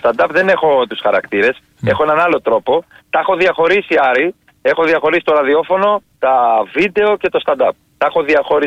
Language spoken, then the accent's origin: Greek; Megalochari, Arta, Epirus, Greece